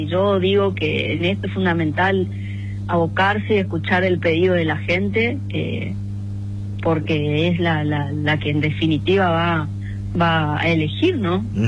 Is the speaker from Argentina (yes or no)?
yes; Eldorado, Misiones, Argentina; Somos acá del Dorado, nos conocemos todos